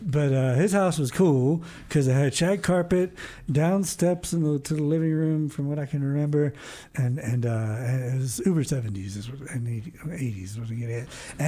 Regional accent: Baltimore, Maryland, United States; now in Madrid, United States; I grew up in Baltimore public schools

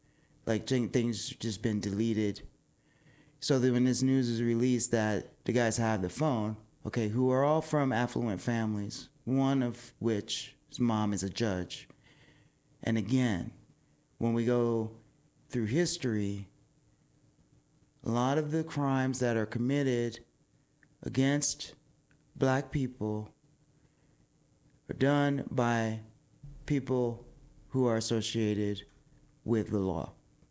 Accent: Washington, District of Columbia, United States; my hometown of DC

